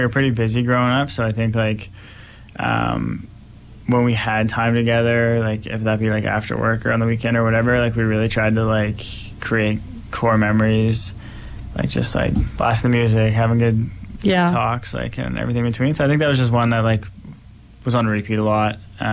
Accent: East Coast, Canada; I'm from the East Coast.

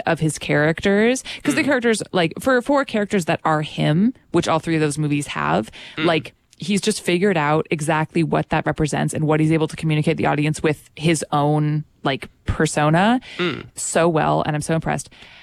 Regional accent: St. John's, Newfoundland and Labrador, Canada; moved away; growing up in St. John's and then like living here for the past few years

